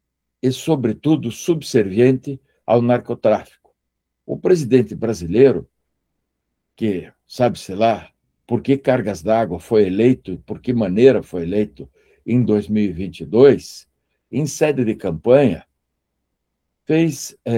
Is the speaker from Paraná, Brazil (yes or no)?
yes; Curitiba, Paraná, Brazil; born there; Nós somos brasileiros, nascidos em Curitiba, Paraná, Brasil.